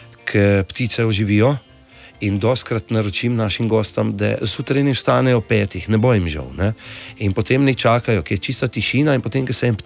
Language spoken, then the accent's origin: Slovenian; Cerknica, Slovenia; V bistvu sem priseljen iz Cerknice oziroma priseljen sem, ja.